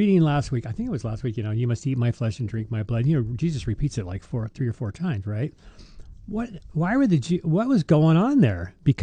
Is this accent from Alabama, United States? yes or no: yes; Birmingham, Alabama, United States; But when I was growing up in Mitch Pacwa's backyard, Birmingham.